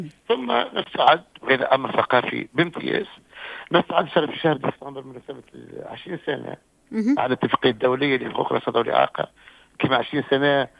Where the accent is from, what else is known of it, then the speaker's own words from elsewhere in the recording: Tunisia; عندنا في تونس